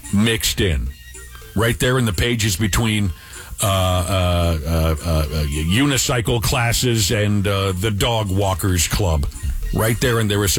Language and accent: English; Pomona, California, United States; born or raised there